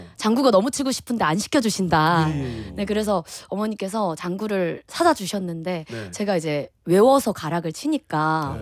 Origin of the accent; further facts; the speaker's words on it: Anyang, Gyeonggi Province, South Korea; 또 경기 제가 안양 출신이거든요.